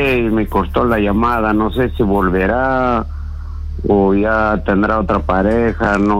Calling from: Lima, Peru; De Ativitarte.

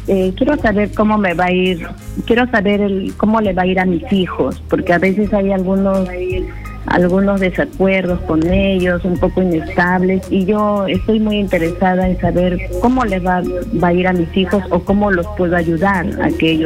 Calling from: Lima, Peru

